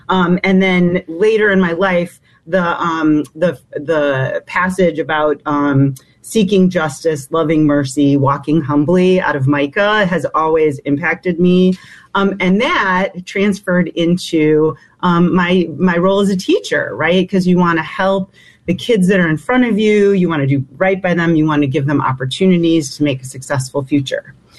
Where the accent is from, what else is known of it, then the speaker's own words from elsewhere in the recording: Wisconsin, United States; born there; So I actually was born in Wisconsin. So I have a lot of family up there in Wisconsin near Milwaukee